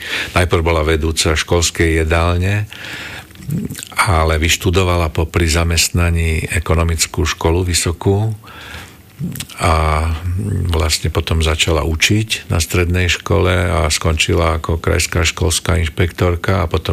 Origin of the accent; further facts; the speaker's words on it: Košice, Košice Region, Slovakia; also born or lived in Prešov / Trenčín / London; potom definitívne sme sa presťahovali do Košíc. Takže vlastne od 4-5 rokov som žil v Košiciach.